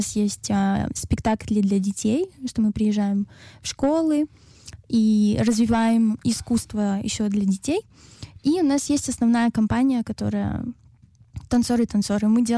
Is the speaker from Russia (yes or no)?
no; Ukraine; я из Украины